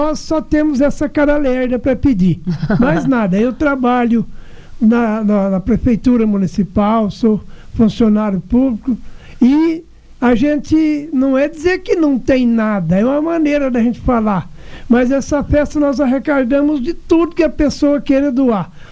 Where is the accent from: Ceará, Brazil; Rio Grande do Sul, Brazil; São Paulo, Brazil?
São Paulo, Brazil; now in Itapagipe, Brazil; eu sou paulista, eu moro aqui desde 1960